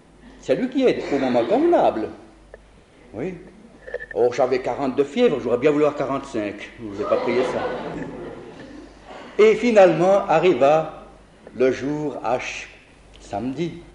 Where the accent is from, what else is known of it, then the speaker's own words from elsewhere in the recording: Italy; Deux officiers SS, puis un officier fasciste, puisque je suis italien, apparaît chez moi à domicile, et me dire, vous êtes italien, votre place est sur le front.